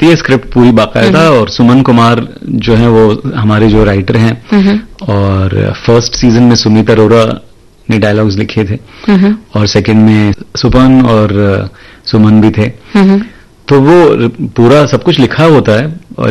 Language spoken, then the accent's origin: Hindi; Mumbai, Maharashtra, India; तो मैंने बोला मैं मुंबई में पला बड़ा हूं, मराठी बोल लेता हूं।